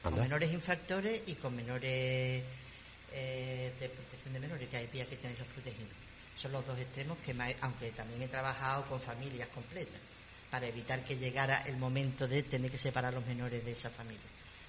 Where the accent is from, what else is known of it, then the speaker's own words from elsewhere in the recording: Cádiz, Andalusia, Spain; born there; En Cádiz capital. En el barrio Santa María.